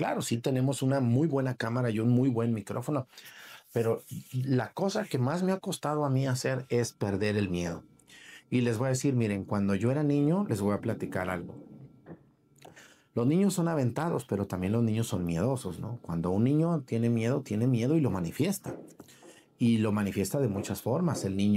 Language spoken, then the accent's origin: Spanish; Mexico; un saludo a la gente de Yagualica y a media hora de mi pueblo.